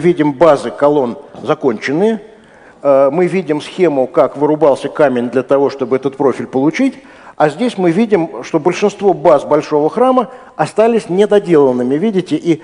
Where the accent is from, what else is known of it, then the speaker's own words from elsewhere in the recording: Ryazan, Ryazan Oblast, Russia; я тоже из Рязани, это для начала. Да, и живя в Рязани, очень хочется куда-то поехать